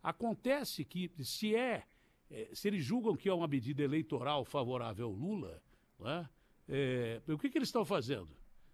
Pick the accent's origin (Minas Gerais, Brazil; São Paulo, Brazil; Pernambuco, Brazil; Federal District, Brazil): São Paulo, Brazil; accent: caipira; moved away; E eu sou caipira, do interior.